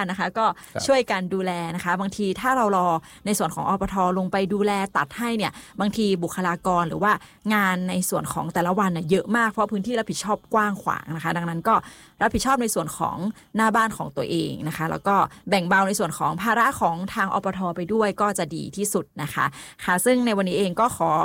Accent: Lamphun, Thailand; คนเราเป็นคนลำพูนเหมือนกันนะคะ

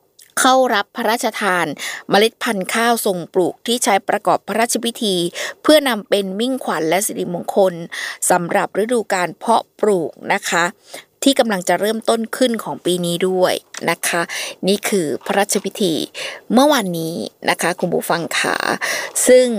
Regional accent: Krabi, Thailand; ในฐานะที่เราเป็นชาวกระบี่นะคะคุณผู้ฟังค่ะจังหวัดกระบี่ค่ะ

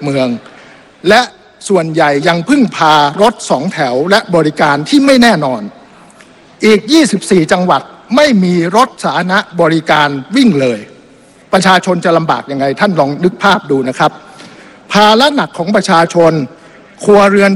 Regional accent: Phrae, Thailand; ในฐานะส.ส.กรุงเทพและบ้านเกิดผมคือจังหวัดแพร่ผมเข้าใจปัญหาความไม่สะดวกในการเดินทางในต่างจังหวัด

